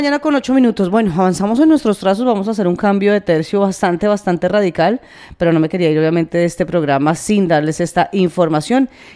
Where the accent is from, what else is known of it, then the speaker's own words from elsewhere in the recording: Colombia; hace parte de nuestro tema vital como colombianos.